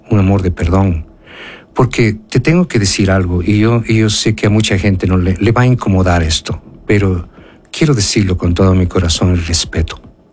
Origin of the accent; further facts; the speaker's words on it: Ecuador; yo ya no soy ecuatoriano